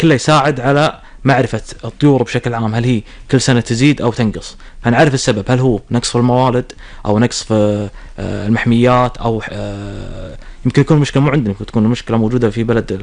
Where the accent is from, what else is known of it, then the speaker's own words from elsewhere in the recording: Kuwait; عندنا بالكويت